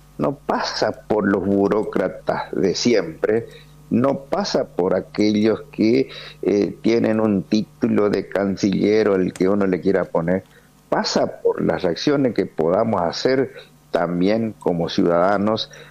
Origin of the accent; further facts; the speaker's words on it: Argentina; no podemos dejar de expresar que somos orgullosamente argentinos